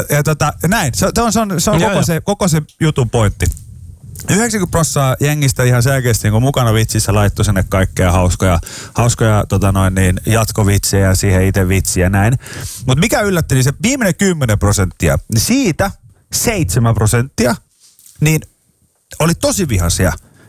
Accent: Pori, Satakunta, Finland; mä oon tämmönen porilainen huumoriveikko.

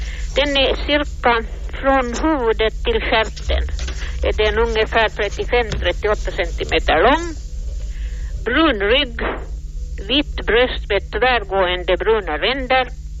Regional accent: Sibbo, Uusimaa, Finland; Jag är från Sibbo och Skräddarby.

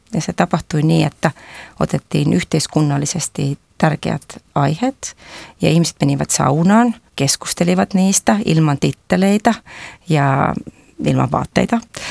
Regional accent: South Estonia, Estonia; Finnish is a second language; moved away as an adult; now in Helsinki, Finland; Minä kun olen Etelä-Virosta kotoisin

